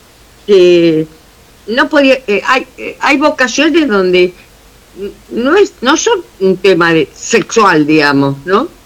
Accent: Buenos Aires, Argentina; Yo trabajaba en Buenos Aires, porque siempre viví, soy porteña y siempre viví en Buenos Aires

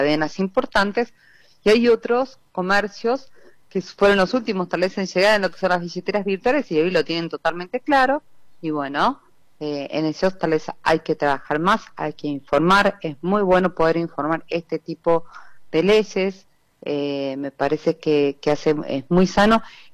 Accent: San Martín de los Andes, Neuquén, Argentina; moved away; de donde vengo yo, de San Martín de los Andes

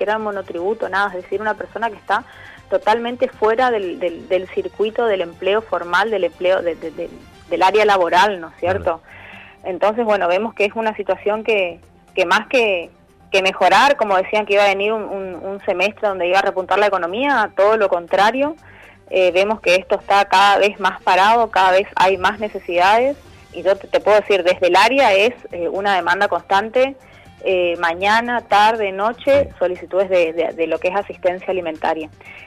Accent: Argentina; como somos los argentinos resilientes

